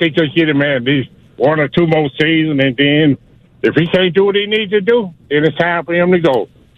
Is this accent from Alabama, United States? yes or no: yes; Alabama, United States; Listen, I'm from Alabama. I'm a Lawyer fan. I just want to make a comment. We Alabama fans, we are spoiled.